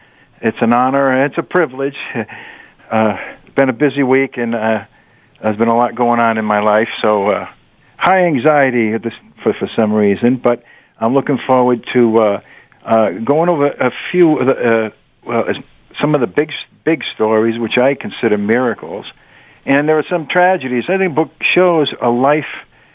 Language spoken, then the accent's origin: English; Fall River, Massachusetts, United States; now in New Hampshire, United States; I was new to New Hampshire because I moved up here from Fall River, Massachusetts, and so anything that was national news in my local area was a big thing.